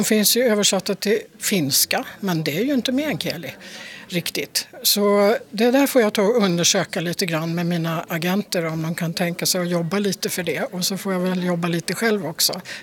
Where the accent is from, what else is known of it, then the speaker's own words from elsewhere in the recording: Gotland, Sweden; born there; moved away; also born or lived in Vittangi, Tornedalen; även om jag är född på Gotland så har jag ju faktiskt bott i Vittung i ett antal år, nämligen ungefär 19 år.